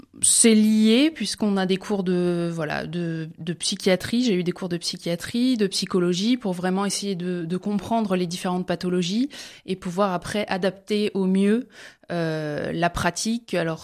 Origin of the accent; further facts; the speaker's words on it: Kédange-sur-Canner, Grand Est, France; Alors oui, je suis originaire de Moselle. De Quédange-sur-Canner, plus exactement.